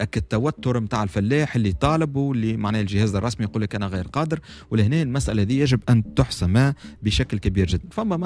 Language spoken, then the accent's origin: Arabic; Tunisia